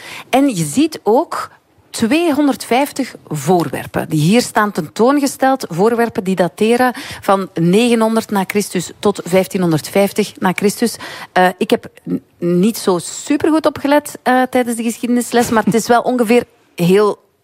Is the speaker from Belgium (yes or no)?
yes; Flanders, Belgium; wij als Vlamingen